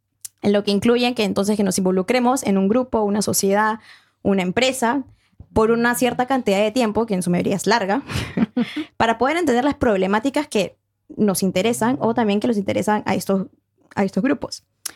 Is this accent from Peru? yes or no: yes; Junín, Peru; en la región de Junín, en mi país de Perú.